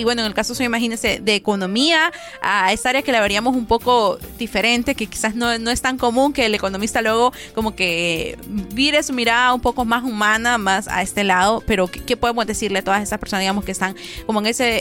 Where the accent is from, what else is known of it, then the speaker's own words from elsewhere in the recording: Honduras; También a nosotros como hondureños también nos llama la atención conocer Colombia como vecino turístico también que lo tenemos.